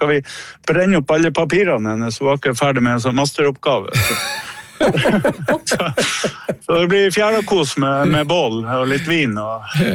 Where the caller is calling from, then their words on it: Hammerfest, Finnmark, Norway; nå akkurat landet hjemme I Hammerfest her.